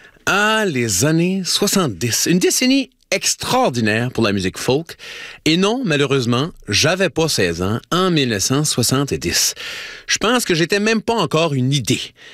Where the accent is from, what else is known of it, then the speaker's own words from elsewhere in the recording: Tracadie-Sheila, New Brunswick, Canada; c'est une amie de ma mère à Tracadie-Chaila, ma ville natale, qui organise un carnaval de papier mâché.